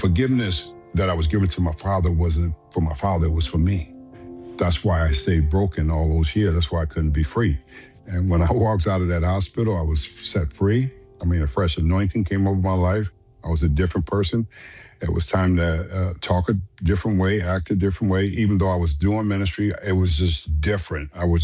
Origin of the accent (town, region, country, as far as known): Los Angeles, California, United States; born or raised there